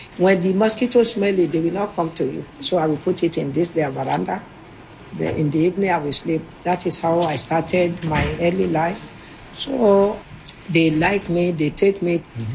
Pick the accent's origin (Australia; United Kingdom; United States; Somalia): Somalia; Mogadishu, Banadir; English is a second language; I don't know how to say I come from Mogadishu. I just said, I come for job.